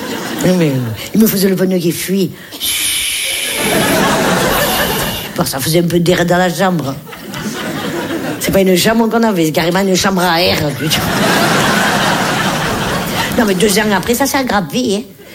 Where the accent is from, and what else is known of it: Nice, Provence-Alpes-Côte d'Azur, France